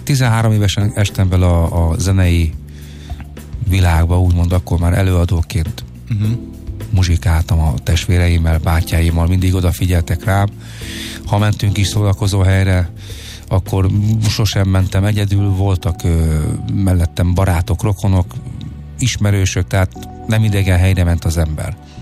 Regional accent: Budapest, Hungary; a 8. kerület, én a 8-ban nőttem fel, a 8. kerületi fiatalok ismertük egymást.

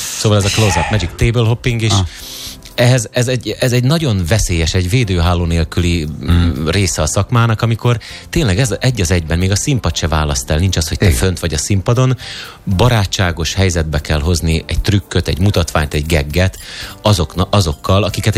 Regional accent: Cegléd, Pest, Hungary; Cegléden.

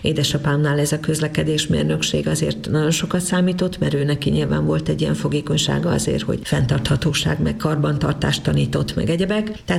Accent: Debrecen, Hajdú-Bihar, Hungary; moved away as an adult; now in Budapest, Hungary; már a debreceniségemet múlt időbe tudom tenni. Tehát egy nagyon fontos része az életemnek, de én már nem vagyok debreceni, hanem Debrecenben születtem.

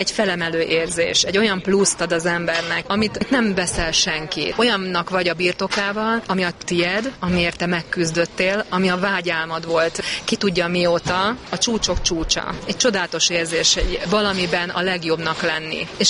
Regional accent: Hungary; Én teljes mértékben magyar vagyok Magyarországon.

